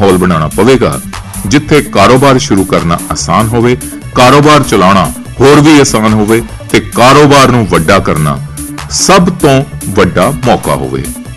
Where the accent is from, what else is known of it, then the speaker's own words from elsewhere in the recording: Punjab, India; ਤੇ ਹੁਣ ਅਸੀਂ ਪੰਜਾਬ ਦੇ ਬਾਰੇ ਚ ਗੱਲ ਕਰੀਏ ਤੇ ਪੰਜਾਬ ਦੇ ਵਿੱਚ ਅਸੀਂ ਜੇ ਇੰਡਸਟਰੀ ਨੂੰ ਉਤਸ਼ਾਹਿਤ ਕਰਨਾ ਹੈਗਾ, ਦੇਖੋ ਅਸੀਂ ਬਾਰਡਰ ਸਟੇਟ ਹੈਗੇ ਹਾਂ, ਸਾਡੇ ਕੋਲ ਜ਼ਿਆਦਾ ਇੰਡਸਟਰੀ ਨਹੀਂ ਹੈਗੀ, ਐਗਰੀਕਲਚਰ ਜ਼ਿਆਦਾ ਹੈ